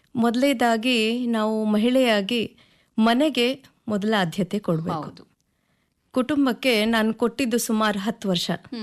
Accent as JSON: {"language": "Kannada", "town": "Raichur", "region": "Karnataka", "country": "India", "tie": "born or raised there", "said": "ನನ್ನ ಹುಟ್ಟೂರು ರಾಯಚೂರು. ನಾನು ಮೂಲತಃ ರಾಯಚೂರಿಂದ ಬಂದಳು. ನನ್ನ ಬಾಲ್ಯ ಎಲ್ಲ ರಾಯಚೂರಲ್ಲಿ ಆಗಿದ್ದು."}